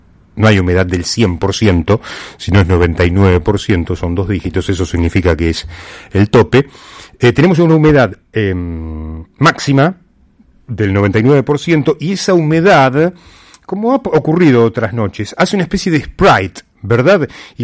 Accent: Argentina; entonamos el himno argentino, porque ante todo somos argentinos.

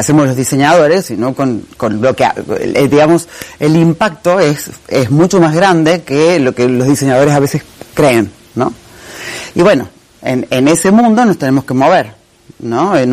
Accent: Córdoba, Argentina; accent: tonada cordobesa; now in Santa Fe, Argentina; me decían recién que tenía mucha tonada cordobesa, y sí, pues soy de Córdoba y trabajo acá en la UNL hace 13 años, 14

